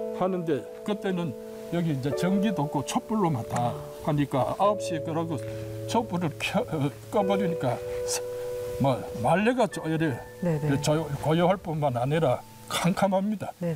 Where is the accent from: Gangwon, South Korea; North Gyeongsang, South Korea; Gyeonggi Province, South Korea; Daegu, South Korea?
Daegu, South Korea; 저는 이제 대구 출신인데.